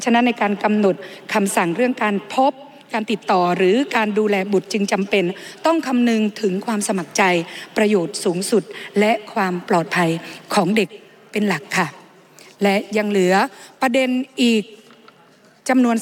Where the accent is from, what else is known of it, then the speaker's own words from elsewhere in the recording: Tha Tum District, Surin, Thailand; ดิฉันเป็นคนจังหวัดสุรินทร์อยู่อำเภอท่าตูม